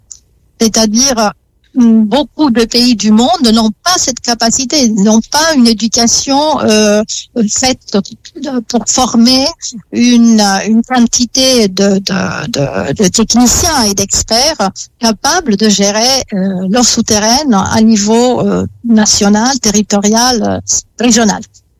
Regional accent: Italy; accent: Italian; French is a second language; mon accent italien

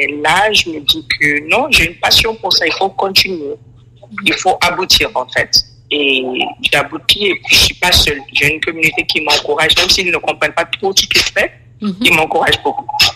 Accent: Conakry, Guinea; born there; Moi, je suis née en Guinée-Conakry, mais mes études sont basées sur le Ghana

